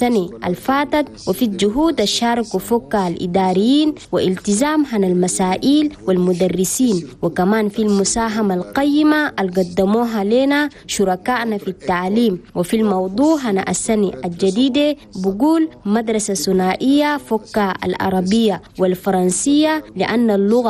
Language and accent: Arabic; Chad; وبلا شك السخافة هم بلدنا تشاد المعروفة بيا في العالم